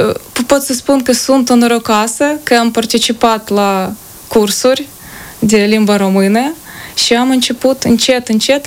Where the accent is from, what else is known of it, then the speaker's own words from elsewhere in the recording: Ukraine; Dacă pe scurt, m-am născut în Ucraina, pe malul Mării Negre. Am terminat o școală, am învățat în limba ucraineană. Dar în țara mea n-am avut succes să fiu admisă la nicio universitate.